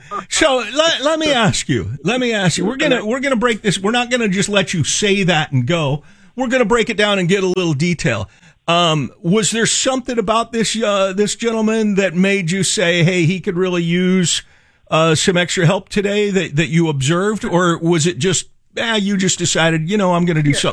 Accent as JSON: {"language": "English", "town": "Red Bluff", "region": "California", "country": "United States", "tie": "born or raised there", "lives_now": "Sacramento, United States", "said": "I grew up in Northern California, not here in Sac, but but up in Red Bluff, a couple hours away"}